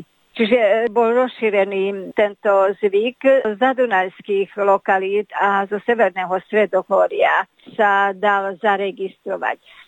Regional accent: Nagybánhegyes, Békés, Hungary; aj u nás na Veľkom Báhedeši.

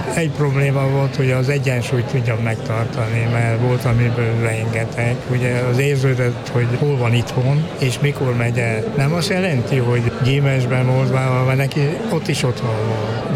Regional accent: Harghita, Romania; Ugye én a Csíki székely vagyok, én jobban ismertem az a keleti részt, a Moldvai Csángó magyar terepet, a gyémesi részt és egy pár székelyfalvi részt.

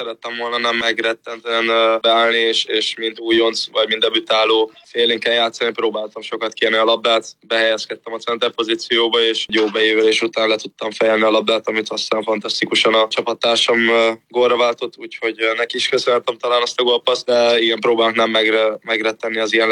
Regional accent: Hungary; also born or lived in Debrecen; now in Alkmaar, Netherlands; Szeretem Magyarországot, ott nevelkedtem

